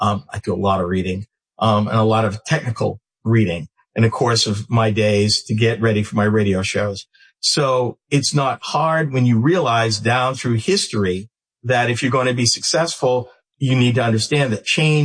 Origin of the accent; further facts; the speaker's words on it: New England, United States; I grew up in New England. And contrary to what most people outside of New England are told, it's probably one of the most racist parts of the entire United States.